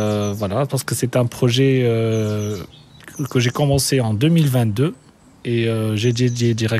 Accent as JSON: {"language": "French", "country": "Tunisia", "tie": "born or raised there", "also_born_or_lived": "Antwerp, Belgium", "moved": "as an adult", "said": "j'ai grandi en Tunisie"}